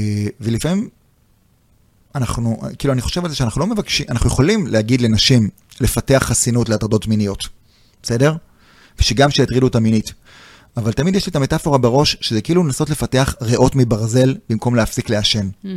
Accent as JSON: {"language": "Hebrew", "town": "Jerusalem", "region": "Jerusalem District", "country": "Israel", "tie": "born or raised there", "said": "הייתי בכיתה נוראית, בבית ספר נוראי, בשכונה נוראית, במקום כן. שנקרא רגיל. בסדר? הייתי בירושלים, הכל."}